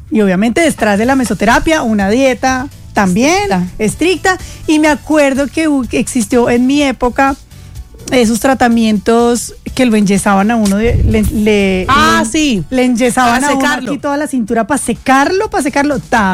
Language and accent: Spanish; Manizales, Caldas, Colombia; Cuando yo entré a la televisión, pues yo era una niña de provincia. O sea, yo llegué de Manizales con una caja y una gallina, mentiras, pero sí, con muchas cosas por aprender.